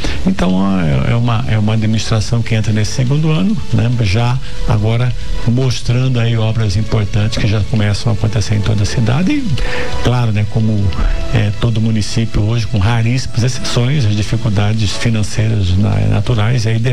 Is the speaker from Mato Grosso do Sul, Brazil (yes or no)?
yes; Corumbá, Mato Grosso do Sul, Brazil; accent: Corumbá; moved away; nasci e me criei lá, né? Então esse sotaque aqui, ele acompanha pro resto da vida.